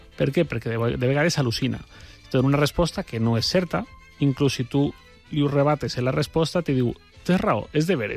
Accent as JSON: {"language": "Catalan", "town": "Torrent", "region": "Valencian Community", "country": "Spain", "said": "però jo soc de Torrent. Tu me pots parlar de les falles de Torrent?"}